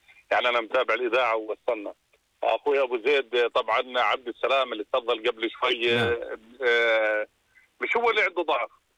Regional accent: Aqaba, Aqaba Governorate, Jordan; هاي حاجة صارت عندنا في العقبة.

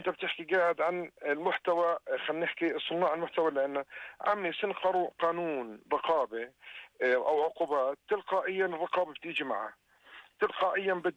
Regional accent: Jordan; احنا بالنسبة لنا كأردنيين، أنا بقول لك كأردنيين

